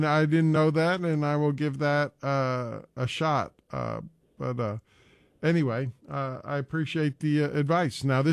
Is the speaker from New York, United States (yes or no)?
no; Arkansas, United States; I told him I was from Arkansas.